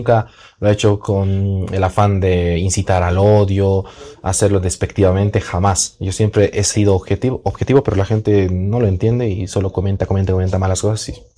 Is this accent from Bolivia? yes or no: yes; Bolivia